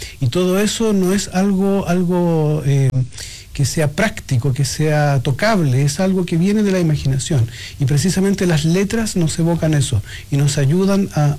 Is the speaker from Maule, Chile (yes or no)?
no; La Serena, Coquimbo, Chile; born there; moved away; also born or lived in Valparaíso; Yo nací en La Serena, sí.